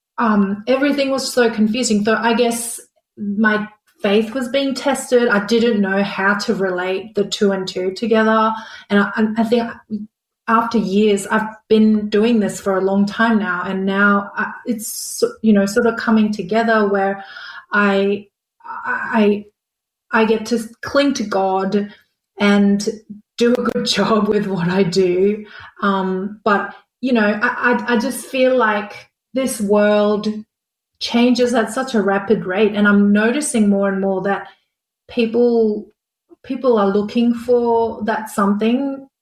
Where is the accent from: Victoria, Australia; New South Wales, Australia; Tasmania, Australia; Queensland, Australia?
Queensland, Australia; Brisbane; So I grew up in Brisbane going to a Korean church, and that's where I guess I started my singing at church in a Korean church.